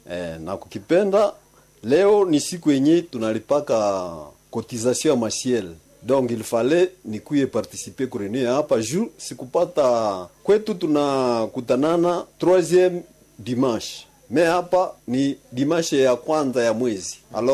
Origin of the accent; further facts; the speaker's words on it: Butembo, North Kivu, DR Congo; Ndiyo, unayua tamu mugini ya kwetu hapa Butembo